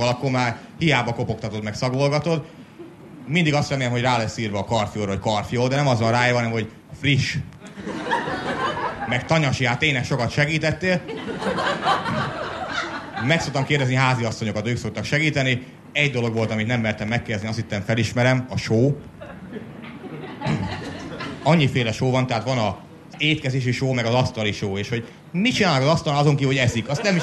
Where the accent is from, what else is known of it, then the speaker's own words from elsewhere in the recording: Great Hungarian Plain, Hungary; Én alföldi gyerek vagyok